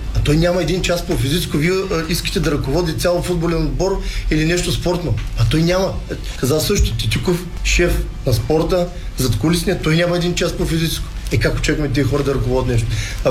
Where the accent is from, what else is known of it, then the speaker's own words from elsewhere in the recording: Plovdiv, Plovdiv Province, Bulgaria; аз съм от Кичук Париж. Израснал съм там, тренирал съм в Спартак.